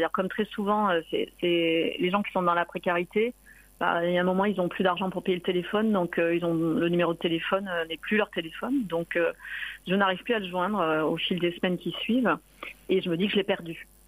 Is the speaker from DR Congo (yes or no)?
no; Marseille, Provence-Alpes-Côte d'Azur, France; parce que moi je viens de Marseille